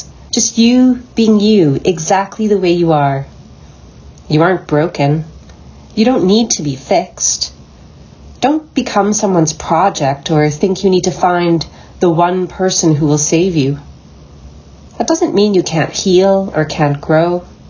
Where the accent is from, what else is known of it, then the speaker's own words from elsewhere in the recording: Regina, Saskatchewan, Canada; I was born and raised in Regina.